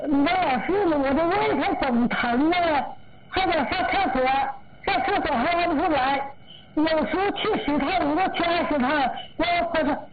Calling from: Jilin, China; 我是吉林的高冷的士。

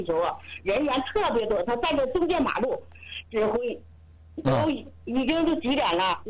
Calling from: Baicheng, Jilin, China; 我是北城的

